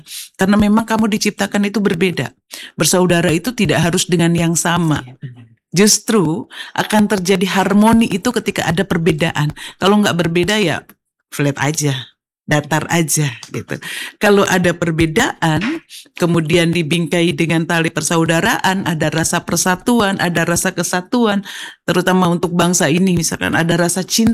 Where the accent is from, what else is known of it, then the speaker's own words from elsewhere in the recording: West Java, Indonesia; Padahal saya kan orang Sunda.